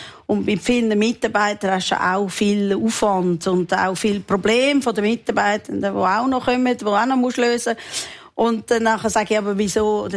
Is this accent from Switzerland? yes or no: yes; Switzerland; Ich bin Schweizerin.